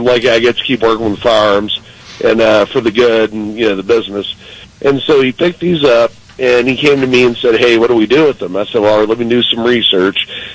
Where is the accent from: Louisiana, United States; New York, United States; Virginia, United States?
Louisiana, United States; I don't have steak money. I'm Cajun. I got red beans and rice money.